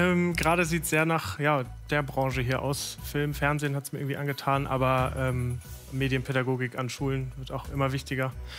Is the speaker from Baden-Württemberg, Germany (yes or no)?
yes; Baden-Württemberg, Germany; born there; moved away as an adult; now in Halle, Germany; Nee, ich bin gebürtig aus der Nähe von Stuttgart.